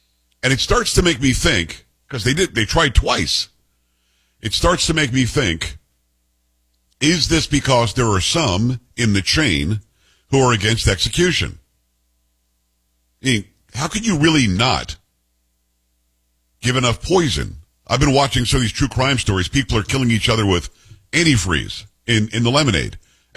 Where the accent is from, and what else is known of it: Florida, United States; born or raised there